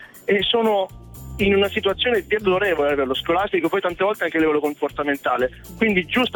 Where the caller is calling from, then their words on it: Milan, Lombardy, Italy; Io sono a Reggio Emilia, ma sono da Milano per lavoro.